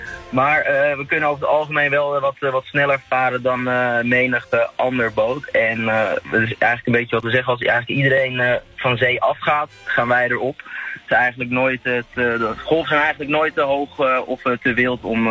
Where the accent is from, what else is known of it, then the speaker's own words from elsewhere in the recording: Zandvoort, North Holland, Netherlands; Ik ben opgegroeid in Zandvoort